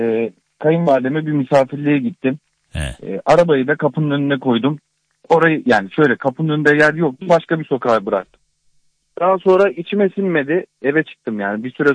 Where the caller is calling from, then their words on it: Istanbul, Turkey; İstanbul'dan arıyorum